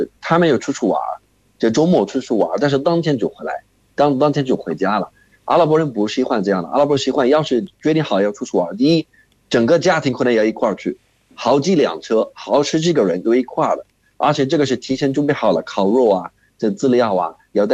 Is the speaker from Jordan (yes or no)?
yes; Jordan; Chinese is a second language; 在约旦呢，其实跟中国的我觉得有点不同的是，咱们一般要是去旅游的话